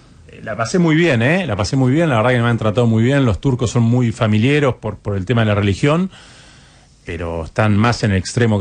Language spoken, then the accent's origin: Spanish; Pehuajó, Buenos Aires Province, Argentina; moved away as an adult; yo soy de Pehuajó, provincia de Buenos Aires.